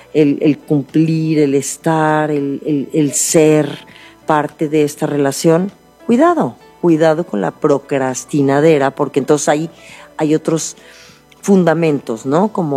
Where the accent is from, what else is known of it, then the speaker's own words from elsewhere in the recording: Mexico; Sí, así somos. Así somos los mexicanos.